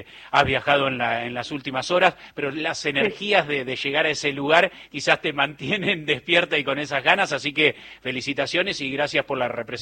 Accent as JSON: {"language": "Spanish", "country": "Argentina", "said": "no solamente como argentino, como lo ha mencionado, ¿no?"}